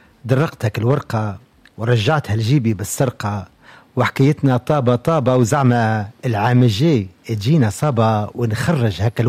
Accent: Tunisia; احنا ولاد تونس ونقعد ديما نحبوا بلادنا إن شاء الله.

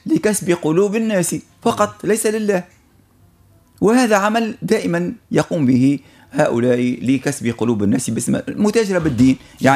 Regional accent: Tunisia; حتى أنا من تونس

